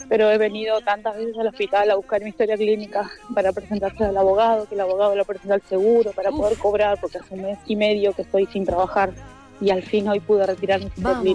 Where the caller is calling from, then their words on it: Berazategui, Buenos Aires Province, Argentina; soy de Brazatei